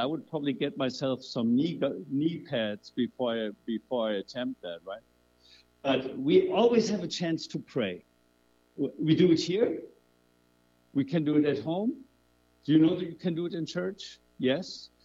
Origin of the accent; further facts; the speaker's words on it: Germany; moved away; I'm from Germany. That's what we play over there.